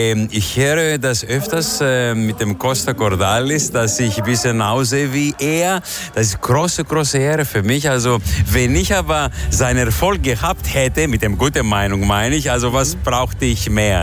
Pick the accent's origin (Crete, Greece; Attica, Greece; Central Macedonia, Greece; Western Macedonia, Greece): Central Macedonia, Greece; Thessaloniki; German is a second language; now in Germany; Ich bin Grieche. Ich komme aus Thessaloniki. Thessaloniki ist die zweite Großstadt nach Athen, für die Leute, wo die das nicht wissen.